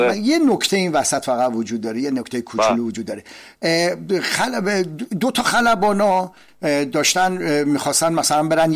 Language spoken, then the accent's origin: Persian; Iran; خب حالا که صحبت وطنمون و عزیزان و همه میهندوستان و عزیزان و مردم ایران و اینا شد